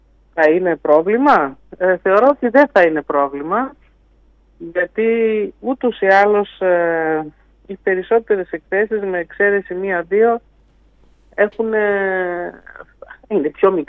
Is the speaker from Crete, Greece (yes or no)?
no; Thessaloniki, Central Macedonia, Greece; σαν Θεσσαλονικιά